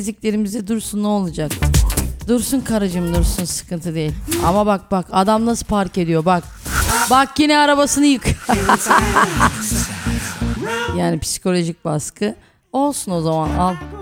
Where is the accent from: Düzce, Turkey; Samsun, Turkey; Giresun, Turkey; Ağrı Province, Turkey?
Düzce, Turkey; moved away as an adult; also born or lived in Istanbul; Bak ben de Düzceliyim. Ben de Düzceliyim.